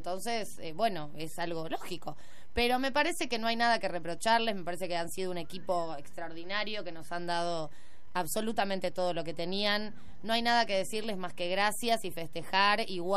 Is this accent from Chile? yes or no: no; Argentina